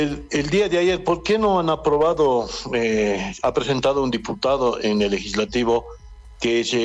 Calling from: El Alto, La Paz, Bolivia; de la Ciudad del Alto.

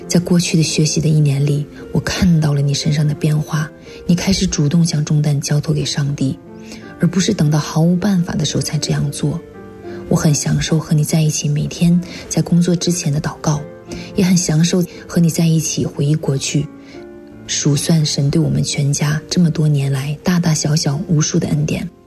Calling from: Dallas, Texas, United States; 我是来自美国德州达拉斯的一间华人教会。

